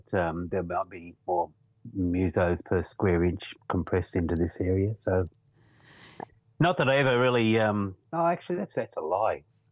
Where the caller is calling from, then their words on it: Northcote, Victoria, Australia; I should have been more specific. It's in Northcote in Victoria.